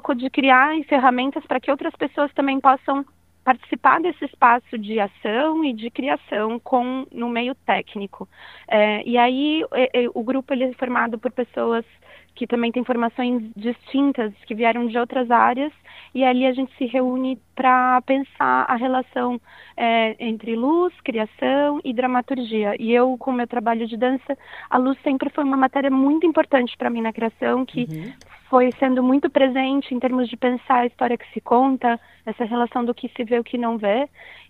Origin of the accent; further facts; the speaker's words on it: São Paulo, Brazil; o contexto de onde eu venho, em São Paulo, né?